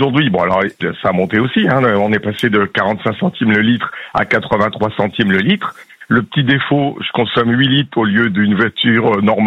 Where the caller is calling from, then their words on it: Tinqueux, Grand Est, France; moi j'habite à Tinqueux, à côté de Reims